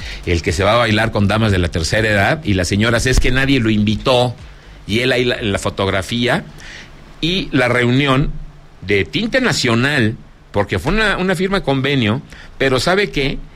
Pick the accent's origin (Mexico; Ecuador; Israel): Mexico; Zacatecas; unos de los amigos frecuentes de mi tierra Zacatecas